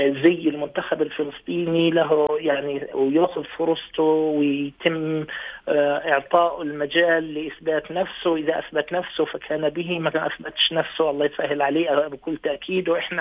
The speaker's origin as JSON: {"language": "Arabic", "country": "Palestine", "said": "وفخر لإنا كفلسطينيين"}